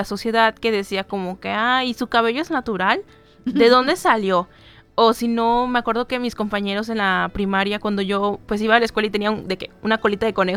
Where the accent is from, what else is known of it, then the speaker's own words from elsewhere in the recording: Yucatán, Mexico; yo soy yucateca, más yucateca que la longaniza